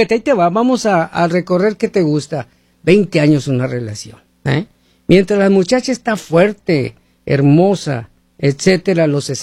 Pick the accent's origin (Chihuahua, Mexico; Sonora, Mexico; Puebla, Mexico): Sonora, Mexico; yo soy de Sonora, de los Altos de Sonora